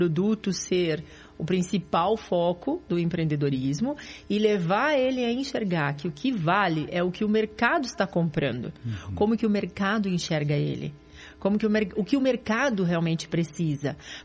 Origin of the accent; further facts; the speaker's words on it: Paraná, Brazil; born there; O Paraná, eu sou suspeita em falar, eu adoro, sou paranaense, nasci aqui e amo esse estado.